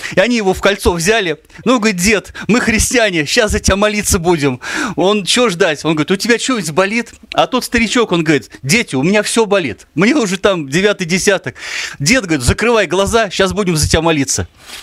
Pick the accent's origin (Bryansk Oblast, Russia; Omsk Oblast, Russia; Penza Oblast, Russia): Penza Oblast, Russia; Penza; Я говорю, ну, из какой? Мы из Пензы приехали.